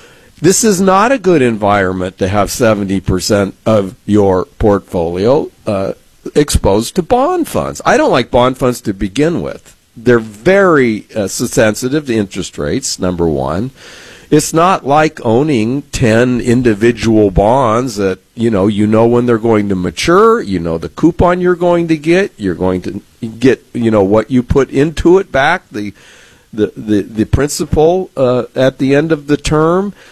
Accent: San Diego, California, United States; growing up on the West Coast in San Diego for most of my life.

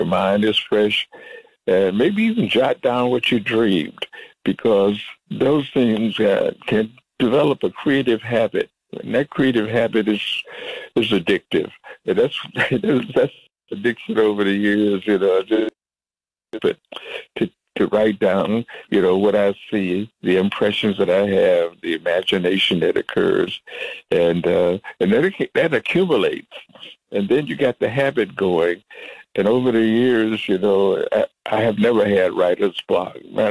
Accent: Detroit, Michigan, United States; because, you know, growing up in Motown, it's impossible to resist the kind of urgency to put down your own words, to write your own songs.

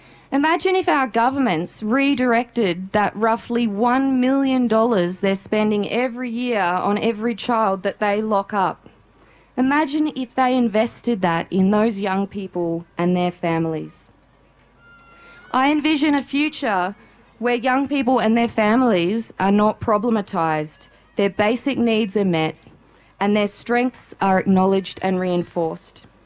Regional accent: Alice Springs, Northern Territory, Australia; I was born and raised in Mbantwa Alice Springs.

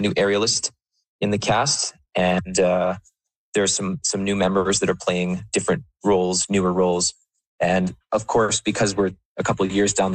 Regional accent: Calgary, Alberta, Canada; So I'm back here in my hometown in Calgary.

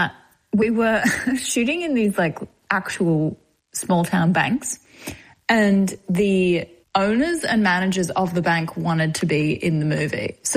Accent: Australia; accent: Australian; You know, if it was like my Australian accent, they'd be like, lock her up, you know?

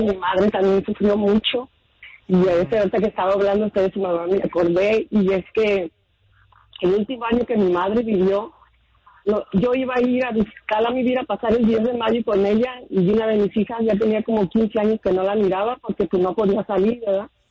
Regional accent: Michoacán, Mexico; Yo soy de Michoacán

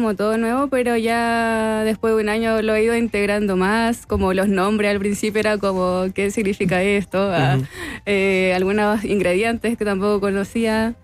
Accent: Chile; Y creo que como chilenos nos gusta mucho la cultura japonesa

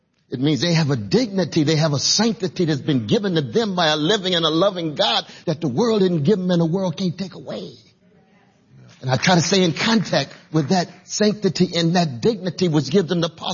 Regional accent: Tulsa, Oklahoma, United States; born there; Black Wall Street. That's where I was born in Tulsa. You know it. I was born in the same hospital as the Wilson brothers.

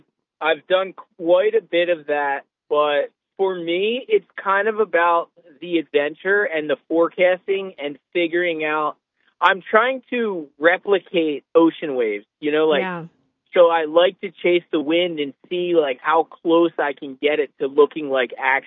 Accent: Pennsylvania, United States; now in Jersey Shore, New Jersey, United States; I was born and raised in Pennsylvania, but I learned how to surf on the Jersey Shore. And when I was younger, I ended up moving to the Jersey Shore. So that's where I am these days.

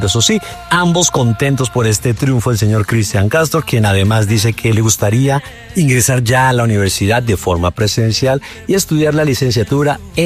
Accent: Colombia; porque somos colombianos

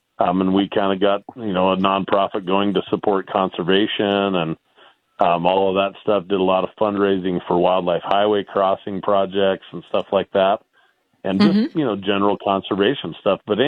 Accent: Wyoming, United States; So I'm a Wyoming native. I was born and raised in Fremont County, Wyoming, and then had a kind of a varied career.

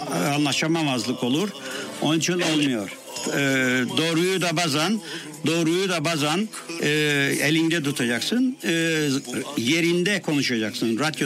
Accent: Cyprus; accent: Turkish Cypriot dialect; Biz kendi şivemizle, kendi dilimizle yayın yapıyoruz.

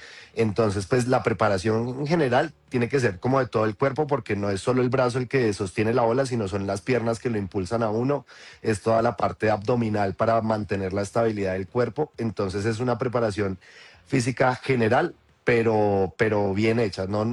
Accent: Bogotá, Colombia; yo que soy de Bogotá

